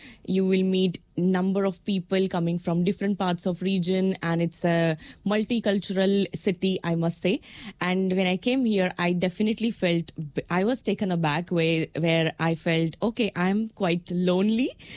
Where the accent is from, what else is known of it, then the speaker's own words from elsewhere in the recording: Mumbai, Maharashtra, India; now in Dunedin, New Zealand; I'm from India, and then in India I'm from Maharashtra, and I belong from Mumbai. I came to Dunedin 3 years ago, and now Dunedin is my another home, which I have found.